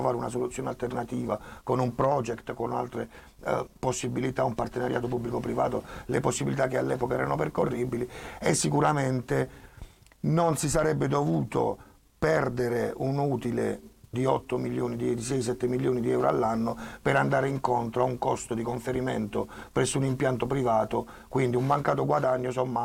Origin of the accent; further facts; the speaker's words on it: Taranto, Apulia, Italy; Io sono tarantino, tante generazioni